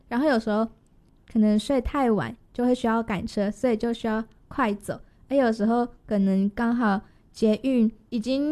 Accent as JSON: {"language": "Chinese", "region": "Keelung", "country": "Taiwan", "tie": "born or raised there", "moved": "as an adult", "said": "因为其实我之前我是基隆人，所以国中高中以前就在基隆"}